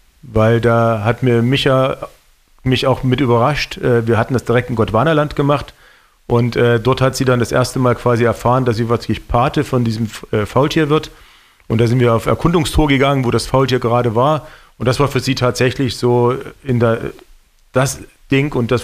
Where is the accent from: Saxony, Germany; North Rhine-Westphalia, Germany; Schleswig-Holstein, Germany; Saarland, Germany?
Saxony, Germany; Leipzig; Also für mich als Leipziger gibt es eigentlich so 5 Vereine, in denen man grundsätzlich sein müsste.